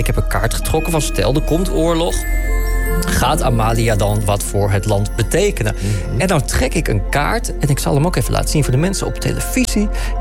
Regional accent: Netherlands; dat zijn wij Nederlanders.

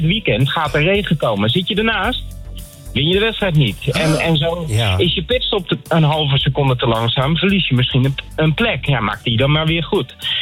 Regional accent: Zandvoort, North Holland, Netherlands; dit is ook de plek waar ik ben opgegroeid op Zandvoort.

